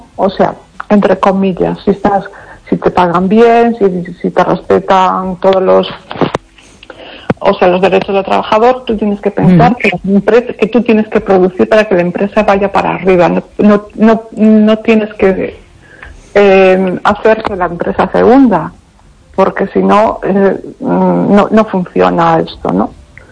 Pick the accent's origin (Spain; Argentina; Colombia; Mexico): Spain; Pontevedra, Galicia